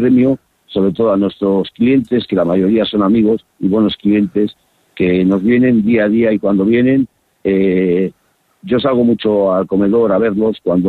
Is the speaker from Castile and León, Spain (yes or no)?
yes; San Esteban de Gormaz, Castile and León, Spain; yo soy de San Esteban